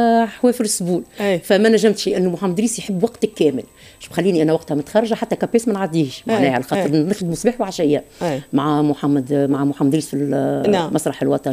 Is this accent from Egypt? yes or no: no; Tunisia; من اقوى ما عندنا في تونس